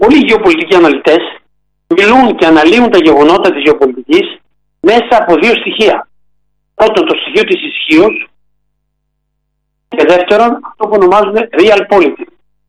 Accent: Greece; είμαστε Έλληνες εδώ.

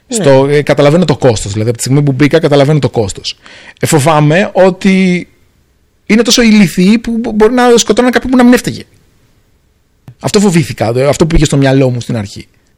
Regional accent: Greece; now in Singapore

